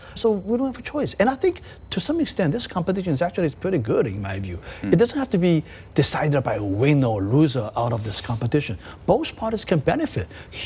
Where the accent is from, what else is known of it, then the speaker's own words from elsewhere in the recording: Shanghai, China; I came from Shanghai. 90% of the cars on the streets of Shanghai are Volkswagen cars.